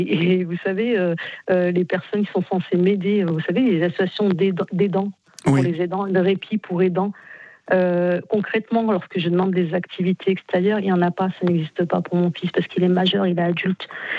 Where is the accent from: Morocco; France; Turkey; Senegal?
France; born there; Moi, je suis d'origine maghrébine, hein, tunisienne.